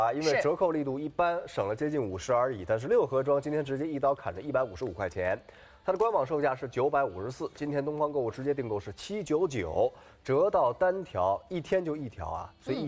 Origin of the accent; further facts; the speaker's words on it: China; 我们中国人